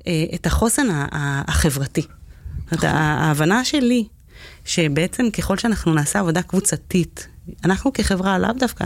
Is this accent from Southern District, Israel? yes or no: no; Jerusalem, Jerusalem District, Israel; אני גדלתי בבית וגן בירושלים, במשפחה עם 7 ילדים להורים אירופאים. אז היינו קצת אאוטסיידרים שנכנסנו לתוך, כאילו, אמא שלי אנגליה